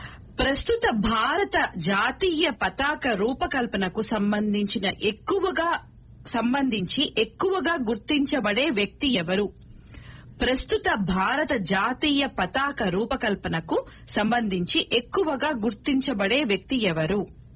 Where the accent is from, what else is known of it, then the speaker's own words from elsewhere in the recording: Ongole, Andhra Pradesh, India; నేను ఒంగోలు నుంచి